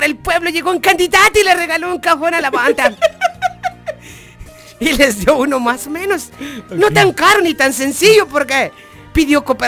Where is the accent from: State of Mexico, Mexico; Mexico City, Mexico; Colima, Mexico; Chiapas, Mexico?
Chiapas, Mexico; Chenalhó; allá cerca de mi pueblo del Chenalo.